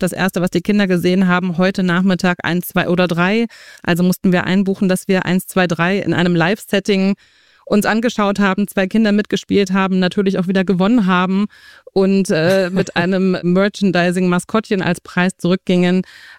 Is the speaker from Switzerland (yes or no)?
no; Germany; ich bin Seglerin, ich bin an der Ostsee aufgewachsen.